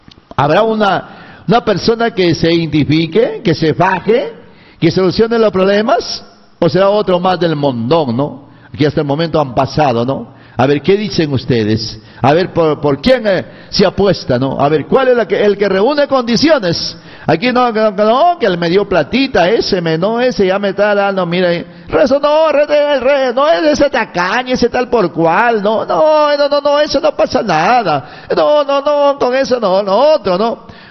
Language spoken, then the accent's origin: Spanish; Peru; somos olvidadizos peruanos